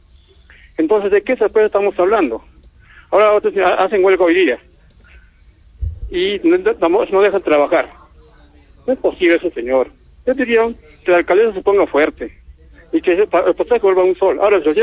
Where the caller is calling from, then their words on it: Arequipa, Peru; nosotros somos arequipeños.